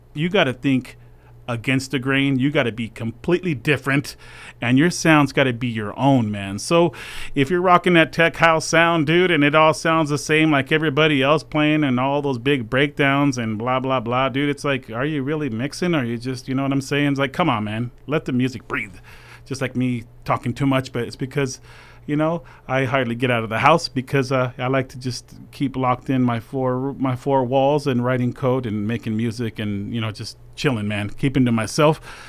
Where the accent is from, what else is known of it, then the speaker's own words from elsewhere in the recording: Boise, Idaho, United States; So when people say, where are you from? I'm from Boise.